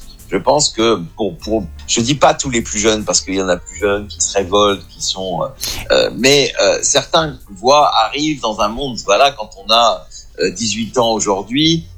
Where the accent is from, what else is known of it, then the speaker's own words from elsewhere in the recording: Béthune, Hauts-de-France, France; moved away; also born or lived in Paris; je suis à Paris toutes les semaines pour les associations que je préside, mais je vis maintenant en province, je vis à Béthune, dans le Pas-de-Calais, je suis retourné dans ma région.